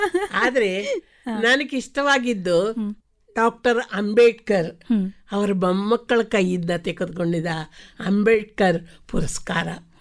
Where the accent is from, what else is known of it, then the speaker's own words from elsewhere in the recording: Andhra Pradesh, India; now in Mysore, India; ಆಂಧ್ರದವಳು, ಕರ್ನಾಟಕ ಮೈಸೂರಲ್ಲಿದ್ದರೆ ಕನ್ನಡದವಳು ಅಂತ ಹೇಳ್ತೀನಿ. ಆಂಧ್ರ ಪ್ರದೇಶ ಹುಟ್ಟಿದ ಊರಾದರೆ ಮೈಸೂರು ಅತ್ತೆ ಮನೆ ಆಗಿದೆ ನನಗೆ.